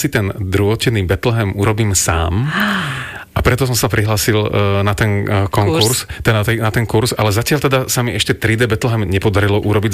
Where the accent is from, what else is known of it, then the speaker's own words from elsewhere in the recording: Žilina, Žilina Region, Slovakia; Pochádzam zo Žiliny